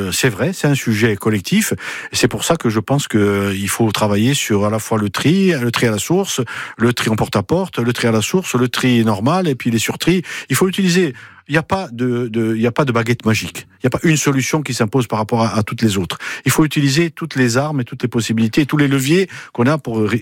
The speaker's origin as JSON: {"language": "French", "region": "Corsica", "country": "France", "said": "chez nous en Haute-Corse"}